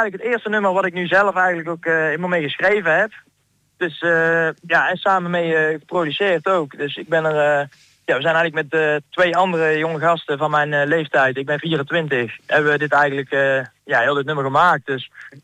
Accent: Dongen, North Brabant, Netherlands; ik kom uit het Brabantse Dongen, tussen Tilburg en Breda gelegen.

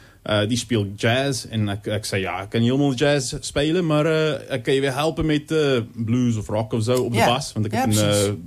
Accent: Pretoria, Gauteng, South Africa; now in Apeldoorn, Netherlands; Nee, ik kom uit Zuid-Afrika.

